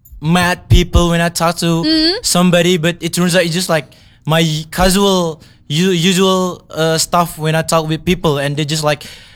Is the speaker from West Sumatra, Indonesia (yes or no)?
no; Medan, North Sumatra, Indonesia; I know I'm not come from Bandung, tapi I come from Medan.